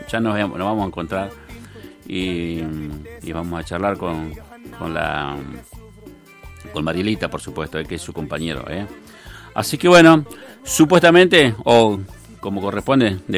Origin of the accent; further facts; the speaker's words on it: Argentina; los argentinos